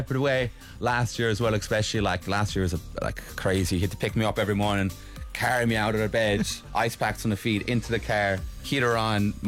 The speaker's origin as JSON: {"language": "English", "region": "Munster", "country": "Ireland", "said": "I'm from Kerry."}